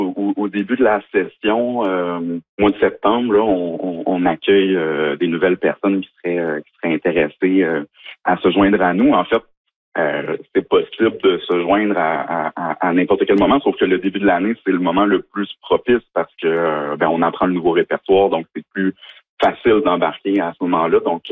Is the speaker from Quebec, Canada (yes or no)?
yes; Quebec, Canada; Moi, je viens de la région de Montréal. J'ai commencé avec les … tout petit.